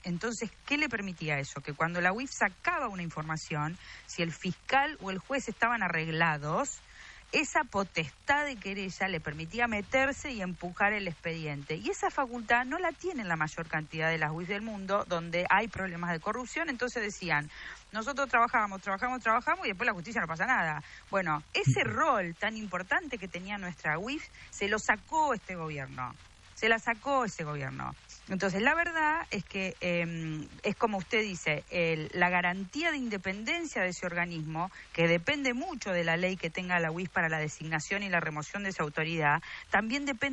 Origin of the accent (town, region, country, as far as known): Argentina